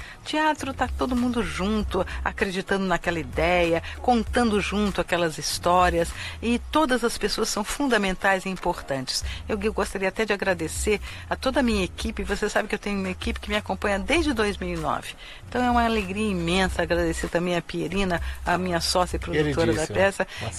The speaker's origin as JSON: {"language": "Portuguese", "region": "São Paulo", "country": "Brazil", "tie": "born or raised there", "also_born_or_lived": "Rio de Janeiro / Curitiba", "said": "Sim, nasci no Rio de Janeiro, fui pequenininha para Curitiba, fiquei até 4 anos lá e vim para São Paulo. Então, eu fiquei dos 5 aos 18 anos aqui em São Paulo."}